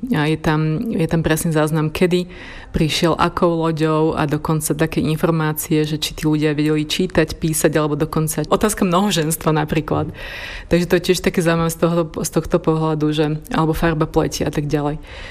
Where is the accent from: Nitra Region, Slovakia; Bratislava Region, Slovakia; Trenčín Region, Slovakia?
Trenčín Region, Slovakia; Stará Turá; ja som zo starej Turej na Mijavských Kopaniciach a vlastne už som blízko hraníc s Moravou.